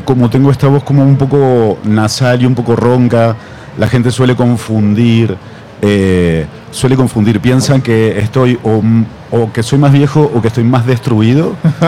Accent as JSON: {"language": "Spanish", "town": "Paraná", "region": "Entre Ríos", "country": "Argentina", "moved": "yes", "said": "en mi ciudad de la que yo soy, de Paraná"}